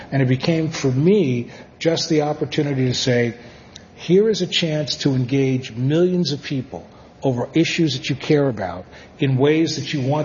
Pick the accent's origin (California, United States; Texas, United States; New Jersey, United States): New Jersey, United States; Well, New Jersey taught me when to fight, when to run, and how to talk my way out of trouble.